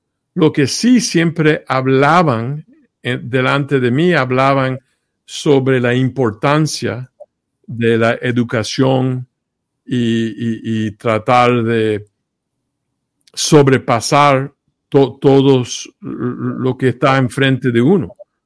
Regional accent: Cuba; porque como cubano, los cubanos son como los judíos, que son inteligentes, usan la mente y pueden sobrepasar cualquier cosa

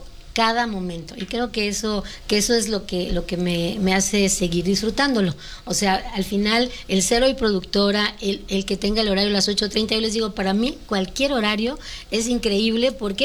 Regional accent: Campeche, Mexico; now in Mexico City, Mexico; yo soy de Campeche, no era de Ciudad de México, entonces no conocía mucho.

